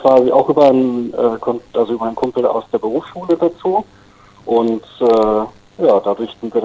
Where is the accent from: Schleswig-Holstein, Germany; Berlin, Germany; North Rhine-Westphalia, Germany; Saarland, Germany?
North Rhine-Westphalia, Germany; Iserlohn; Ja, ich komme aus Iserlohn.